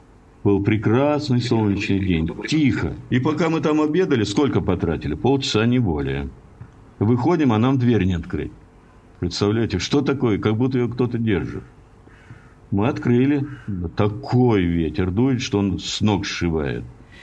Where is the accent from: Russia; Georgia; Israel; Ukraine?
Russia; Astrakhan, Astrakhan Oblast; moved away; у меня, имею в виду Астрахани, в семье была не очень здоровая обстановка. Ну, и по этой причине я решил из Астрахани уехать от родных.